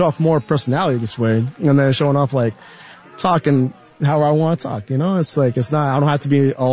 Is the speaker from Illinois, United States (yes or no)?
no; Lodi, California, United States; I'm just a little brown boy from Lodi, California.